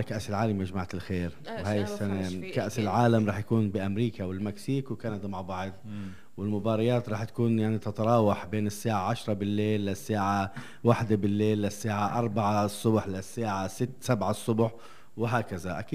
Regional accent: Palestine; احنا كفلسطينيين

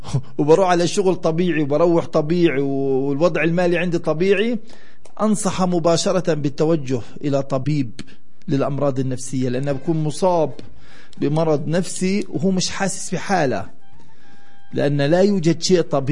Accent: Palestine

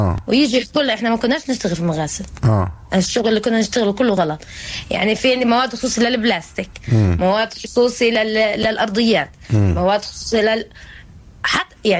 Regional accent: Palestine

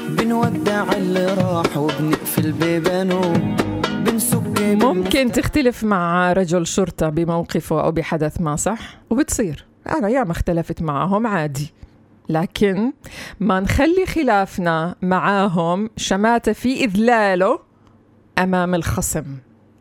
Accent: Palestine; إحنا كفلسطينيين

